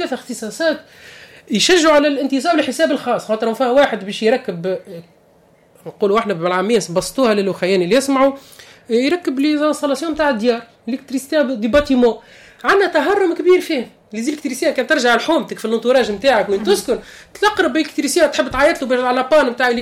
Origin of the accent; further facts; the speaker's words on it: Tunisia; اللي عندنا في تونس توا احنا في القلعه الكبيره